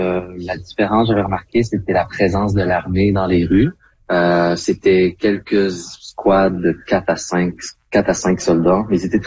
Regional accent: Canada; En tant que Canadien

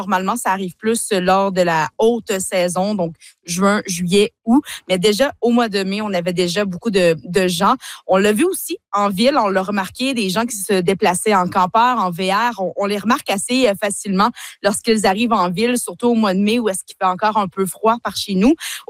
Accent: Fermont, Quebec, Canada; chez nous à Fermont.

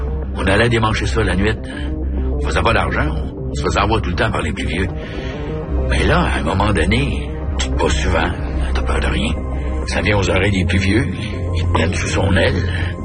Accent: Quebec City, Quebec, Canada; Je suis pas venu au monde croche, tabarnak. J'ai été élevé à Saint-Roch, j'étais à Limoilou, j'avais rien.

